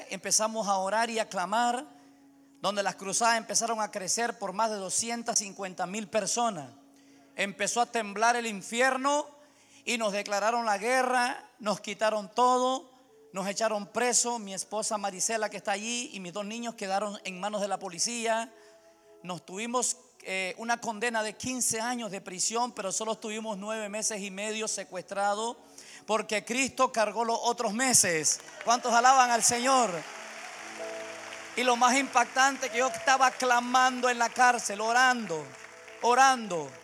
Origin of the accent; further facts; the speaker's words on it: Nicaragua; moved away as an adult; Soy de Nicaragua.